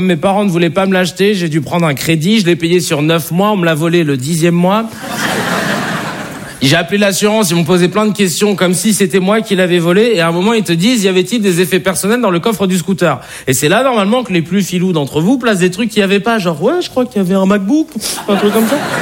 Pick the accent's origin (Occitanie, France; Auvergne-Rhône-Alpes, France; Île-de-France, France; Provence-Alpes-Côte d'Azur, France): Île-de-France, France; Paris; Vous savez, j'ai grandi à Paris dans le 19e. Et ensuite, j'ai déménagé dans une ville qui s'appelle Arcueil, au sud de Paris.